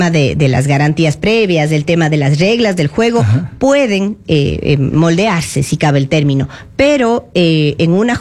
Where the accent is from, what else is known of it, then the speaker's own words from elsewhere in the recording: Ecuador; nosotros como ecuatorianos estábamos ávidos porque vuelvan a ser obligatorios los debates